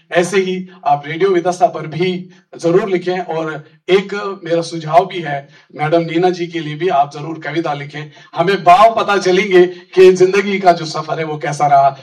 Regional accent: Jammu and Kashmir, India; now in Ambala, India; मैं कश्मीर में जन्मा हूं और उर्दू मैंने स्कूल में पढ़ी है, हिंदी मैंने घर में पढ़ी है। कई बार मेरा उच्चारण भी हिंदी में गलत होता है

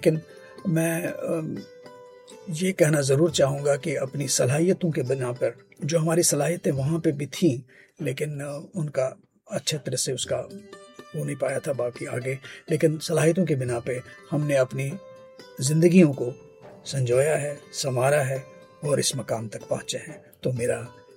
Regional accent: Baramulla, Jammu and Kashmir, India; also born or lived in Sopore; मेरा ताल्लुक बारामुल्ला से है, मैं बारामुल्ला से आता हूँ, पहले सोपोर और फिर बारामुल्ला, तो वो छूटता नहीं है।

